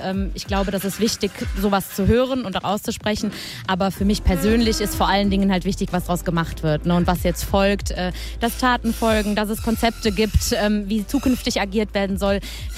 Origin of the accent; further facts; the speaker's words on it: Rhineland-Palatinate, Germany; Ich komme ja hier aus Malchow auch